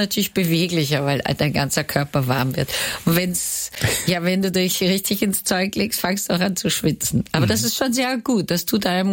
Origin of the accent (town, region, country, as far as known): Vienna, Austria; now in Hamburg, Germany